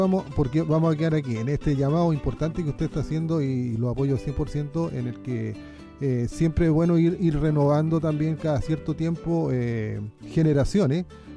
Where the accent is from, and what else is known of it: Chile